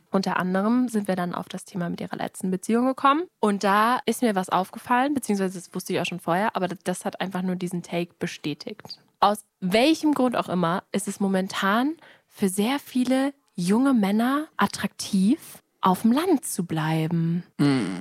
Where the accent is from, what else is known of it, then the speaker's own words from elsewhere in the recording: Hesse, Germany; Weil also klar, ich komme auch immer richtig gerne zurück. Safe. Mhm. Ich liebe auch da, wo ich herkomme, in Hessen.